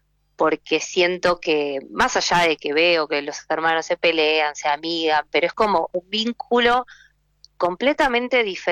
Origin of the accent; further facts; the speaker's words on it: Quilmes, Buenos Aires Province, Argentina; born there; Yo nací en Quilmes, sí. Tengo familia en Villa Elisa, La Plata.